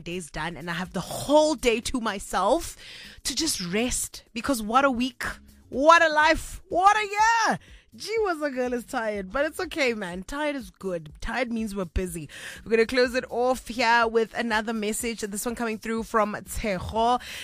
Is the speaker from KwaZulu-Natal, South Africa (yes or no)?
no; Kimberley, Northern Cape, South Africa; Kimberley, which is my hometown.